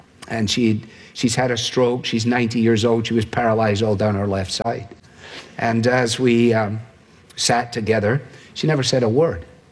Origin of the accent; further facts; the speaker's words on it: Scotland, United Kingdom; As a Scotsman, it appeals to me. Anything for free is absolutely terrific.